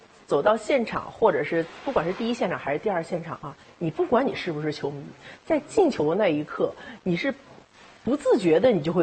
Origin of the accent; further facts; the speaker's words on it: Jiangsu, China; now in Jinzhou, China; 然后呢，今年我们在做东北超的时候，我作为一个江苏人，在锦州开烧烤店，我想我一定要回馈家乡